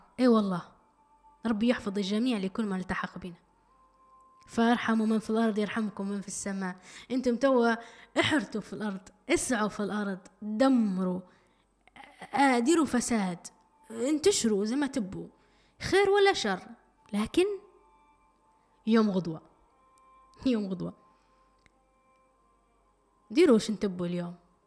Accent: Libya; إحنا كليبيين وتربينا في عائلات

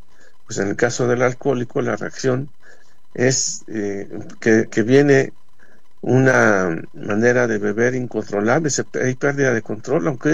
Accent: Mexico; soy muy mexicano, y como soy muy mexicano, muy patriota

